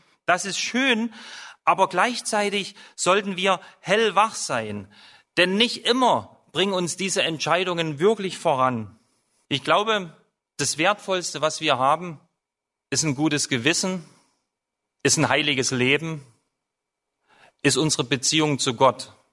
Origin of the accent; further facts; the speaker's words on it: Germany; Ich bin in der DDR groß geworden als Christ, war auch in einem Jugendkreis so wie ihr